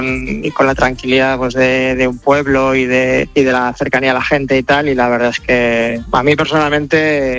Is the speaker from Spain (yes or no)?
yes; San Mateo de Gállego, Aragon, Spain; Yo es verdad que tengo mucho apego por mi pueblo